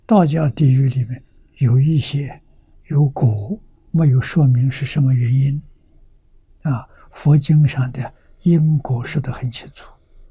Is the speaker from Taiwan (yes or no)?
no; China; 我们中国人叫冻疮啊